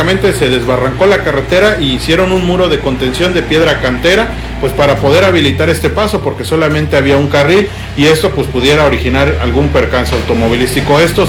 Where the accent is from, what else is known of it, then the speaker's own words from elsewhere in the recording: Mexico; el mes más mexicano de todos nosotros.